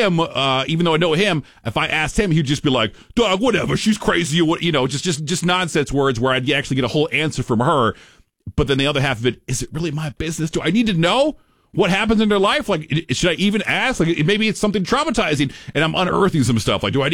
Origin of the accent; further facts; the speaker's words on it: Florida, United States; moved away; Anyway, I grew up with him, right, for a couple years down there in Florida. So me and him stayed connected even after I left Florida.